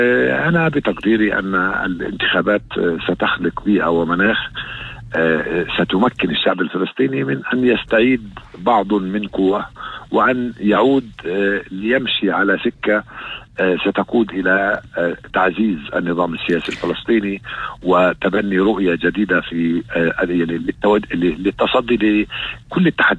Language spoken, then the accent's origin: Arabic; Palestine